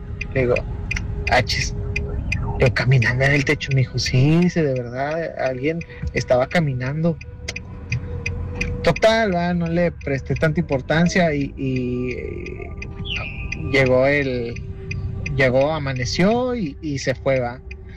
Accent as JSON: {"language": "Spanish", "town": "Poza Rica", "region": "Veracruz", "country": "Mexico", "tie": "born or raised there", "moved": "yes", "said": "Yo soy originario de Veracruz."}